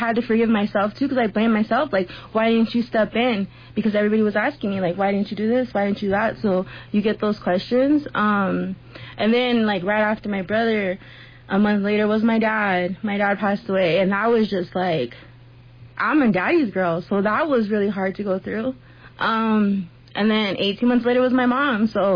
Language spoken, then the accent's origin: English; San Carlos, United States; we were growing up in San Carlos